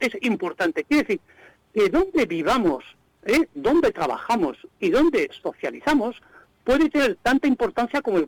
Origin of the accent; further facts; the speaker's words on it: La Rioja, Spain; now in Soria, Spain; yo soy riojano, nací en La Rioja, uh-huh. vivo en Soria desde hace más de 40 años